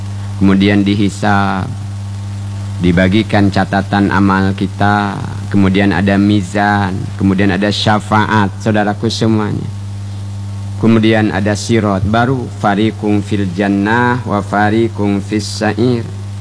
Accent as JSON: {"language": "Indonesian", "region": "Bangka Belitung Islands", "country": "Indonesia", "said": "Semak, kata kita orang Bangka, tumbuh ilalang, tumbuh pohon, tidak pernah terawat."}